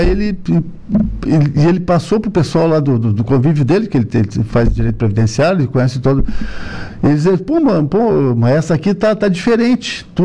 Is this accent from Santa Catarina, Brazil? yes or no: yes; Araranguá, Santa Catarina, Brazil; Eu sou de Araranguá, 48.